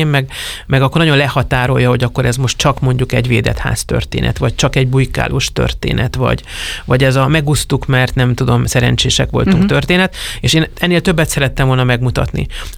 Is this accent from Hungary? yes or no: no; Transylvania, Romania; az erdélyi magyar kisebbség tagja vagyok